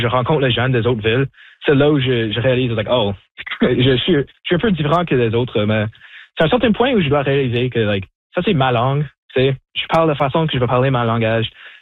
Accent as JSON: {"language": "French", "town": "Sault Ste. Marie", "region": "Ontario", "country": "Canada", "said": "J'étais un peu nerveux parce que je viens de Sault-Saint-Marie, donc j'étais toujours dans ma tête que c'est comme, ah, tu sais, mon français, c'est pas aussi bon que le français des autres."}